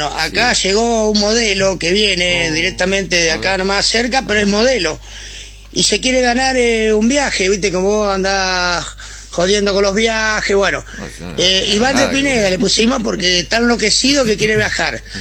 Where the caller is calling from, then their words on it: Argentina; Somos acá de Barrio Norte. Somos de la Mesa del Tablón.